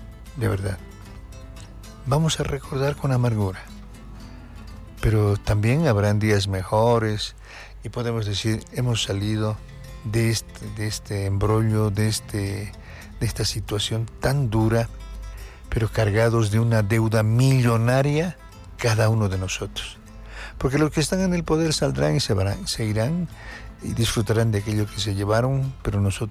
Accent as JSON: {"language": "Spanish", "country": "Bolivia", "said": "somos bolivianos"}